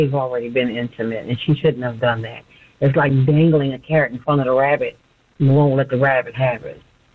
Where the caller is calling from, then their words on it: Rockville, Maryland, United States; I'm calling from Rockville, Maryland, regarding the 90-day rule.